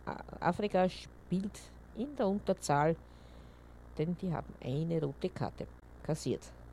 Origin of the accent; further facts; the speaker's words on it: Austria; hol sich ein Krammelschmalzbrot, wie man bei uns in Österreich sagt.